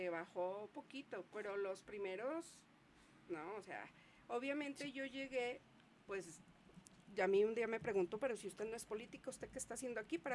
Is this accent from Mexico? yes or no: yes; Fresnillo, Zacatecas, Mexico; born there; now in Zacatecas, Mexico; Yo no soy de aquí, yo nací en Fresnillo, pero a mí me encanta la ciudad. Claro. Me encanta Zacatecas, yo aquí estoy desde que estuve estudiando